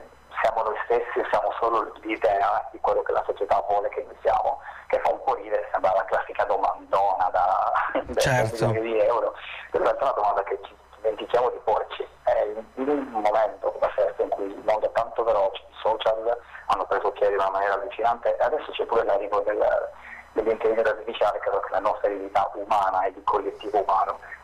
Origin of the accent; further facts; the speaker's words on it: Sardinia, Italy; now in Turin, Italy; io sono l'unico che non è propriamente della città, sono arrivato dalla Sardegna.